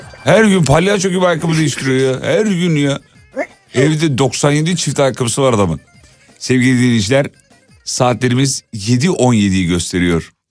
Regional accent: Kocaeli, Turkey; Bu sabahın şampiyonunun Kocaeli olmasını istiyorum. Memleketim olmasını istiyorum.

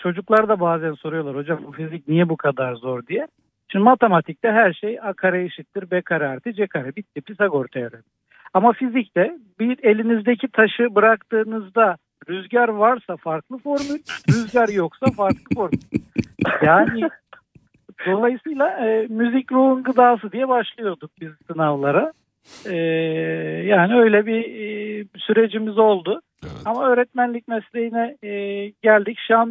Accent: Kırıkkale, Turkey; Kırıkkaleliyim aynı zamanda. Kırıkkale'de doğup büyüdüm.

